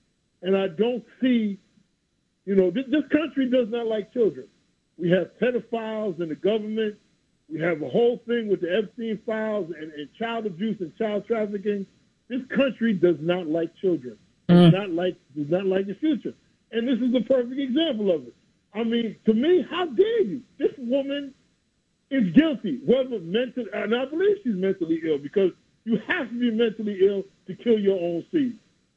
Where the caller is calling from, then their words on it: Queens, New York, United States; from Jamaica, Queens.